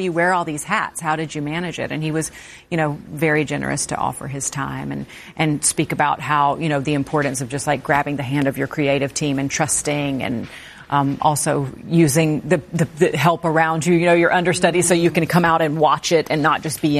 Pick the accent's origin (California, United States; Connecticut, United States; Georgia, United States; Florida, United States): Georgia, United States; I'm from Georgia originally. So we grew up around country